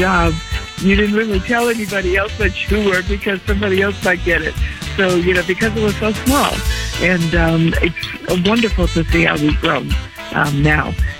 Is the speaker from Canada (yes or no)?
no; Cleveland, Ohio, United States; also born or lived in Washington, D.C., United States; Well, I was born in Washington, D.C. My family moved to Cleveland area when I was only 9 months old. So, you know, Cleveland area is home to me. And I grew up there with a lot of support from my family.